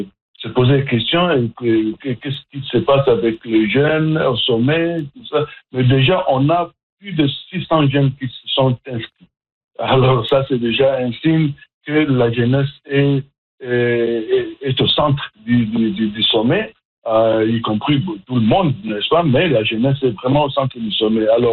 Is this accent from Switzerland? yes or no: no; Atlantic Canada, Canada; comme vous le savez, moi, je suis de l'Atlantique.